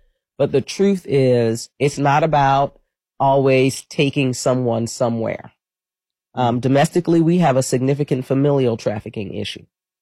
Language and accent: English; New York, United States; born or raised there